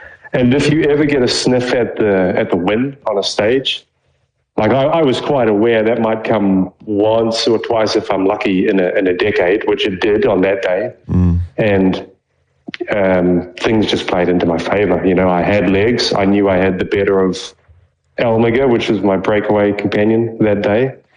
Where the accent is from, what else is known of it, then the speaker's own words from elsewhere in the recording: New Zealand; especially for us as Kiwi boys